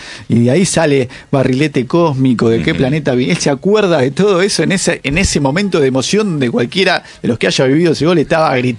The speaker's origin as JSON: {"language": "Spanish", "country": "Argentina", "tie": "born there", "said": "Yo también nací en Argentina"}